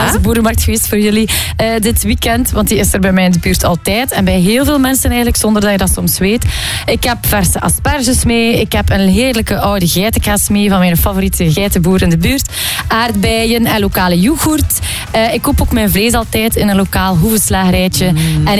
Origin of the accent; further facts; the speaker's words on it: Flanders, Belgium; Bijvoorbeeld bij mij in de buurt, ik ben van het Meetjesland, heb je een website, Goeste Meetjesland